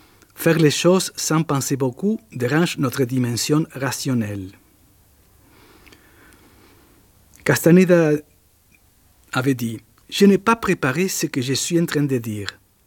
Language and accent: French; Argentina; French is a second language; moved away; Bon, je suis venu de l'Argentine et je suis allé au Mexique. J'étais exilié dans l'année 1976.